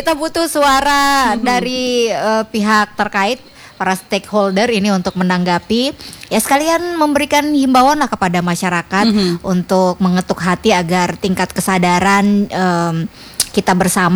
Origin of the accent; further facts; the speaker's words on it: West Nusa Tenggara, Indonesia; di salah satu dusun itu tempat kampung halaman saya baru semalam aja balik dari sana